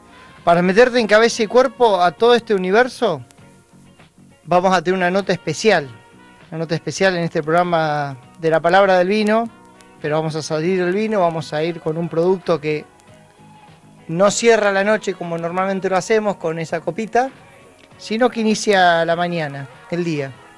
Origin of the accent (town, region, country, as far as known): Argentina